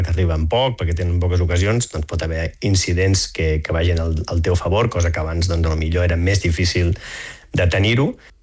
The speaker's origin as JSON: {"language": "Catalan", "region": "Catalonia", "country": "Spain", "moved": "yes", "said": "Doncs sí, som bastants catalans aquí"}